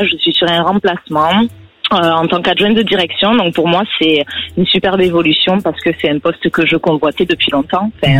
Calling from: Occitanie, France; Moi, j'habite au nord de Toulouse.

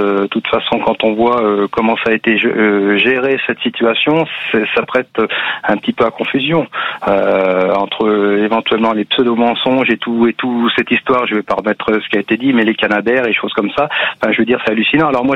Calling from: Bourgogne-Franche-Comté, France; Moi j'appelle de Lyon, très beau département, du côté d'Auxerre, oui, campagne.

